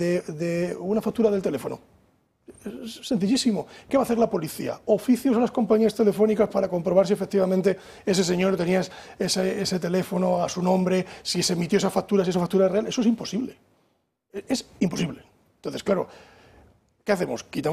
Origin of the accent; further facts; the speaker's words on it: Castile and León, Spain; yo que soy de Castilla y León